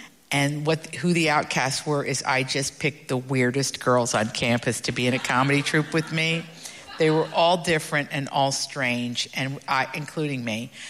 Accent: Appalachia, United States; So I was already unsophisticated. I was from Appalachia.

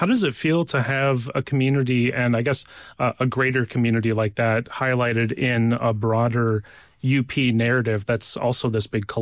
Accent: Marquette, Michigan, United States; also born or lived in eastern Upper Peninsula, Michigan; I'm from the Marquette area, but I also spent some time in the east end of the UP.

